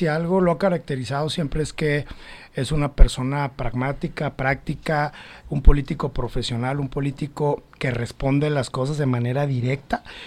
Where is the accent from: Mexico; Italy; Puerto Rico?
Mexico; Chihuahua; Quienes integramos el Comité Ejecutivo Nacional y somos de Chihuahua